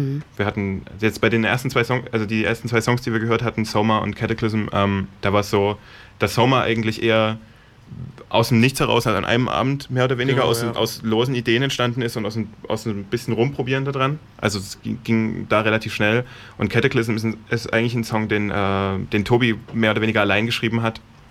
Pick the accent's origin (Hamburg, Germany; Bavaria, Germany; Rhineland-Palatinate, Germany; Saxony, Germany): Saxony, Germany; Dresden; now in Berlin, Germany; Ich komme aus Dresden.